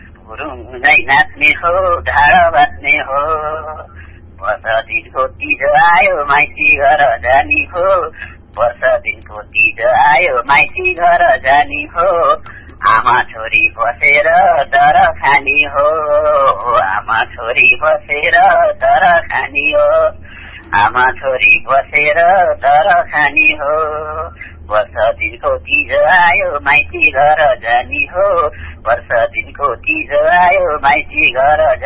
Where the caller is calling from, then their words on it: Gandaki Province, Nepal; मेरो घर कास्कीकोट हो पोखरामा छ।